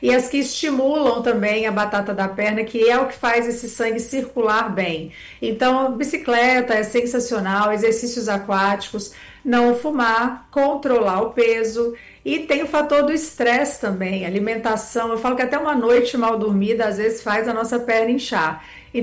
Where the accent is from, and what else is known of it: Minas Gerais, Brazil